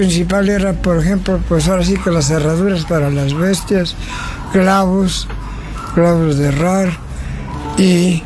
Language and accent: Spanish; San Bartolo, Mexico; Sí, yo soy aquí originario de San Bartolo